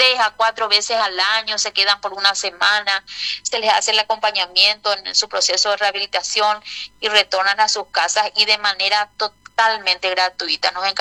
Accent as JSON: {"language": "Spanish", "country": "Paraguay", "said": "Realmente todos somos paraguayos"}